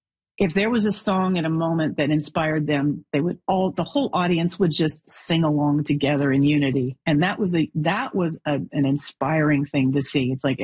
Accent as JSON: {"language": "English", "region": "Alberta", "country": "Canada", "tie": "born or raised there", "said": "So it blends growing up in Alberta, driving on black ice."}